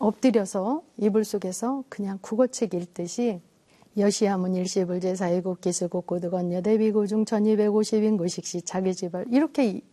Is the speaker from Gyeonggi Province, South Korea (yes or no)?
yes; Yongin, Gyeonggi Province, South Korea; 제 고향이 용인이거든요.